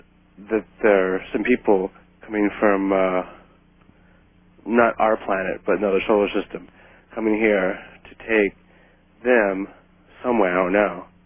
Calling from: California, United States; I'm in Southern California.

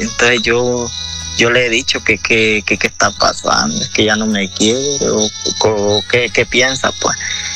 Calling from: Olancho, Honduras; Del departamento de Olancho.

